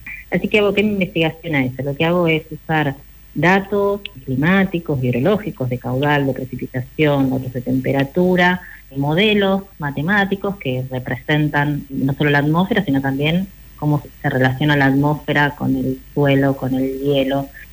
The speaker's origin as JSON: {"language": "Spanish", "town": "Río Gallegos", "region": "Santa Cruz", "country": "Argentina", "tie": "born there", "also_born_or_lived": "La Pampa", "said": "Yo nací en Río Gallegos, soy viví en Patagónica, después viví muchos años en el campo de mi abuelo en La Pampa"}